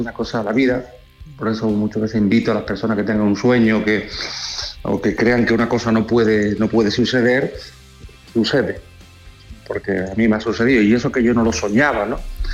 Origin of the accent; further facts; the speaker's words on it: Jerez de la Frontera, Andalusia, Spain; born there; moved away; volver a mi tierra, Jerez de la Frontera, a mi casa.